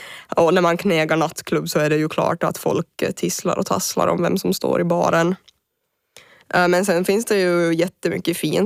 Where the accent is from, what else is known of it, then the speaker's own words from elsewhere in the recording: Ostrobothnia, Finland; now in Åland, Finland; jag är från Österbotten.